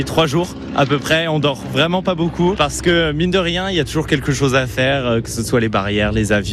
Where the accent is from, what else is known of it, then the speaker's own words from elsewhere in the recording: Toulouse, Occitanie, France; comme je suis toulousain, je venais souvent à Muret, à Air Expo quand j'étais petit.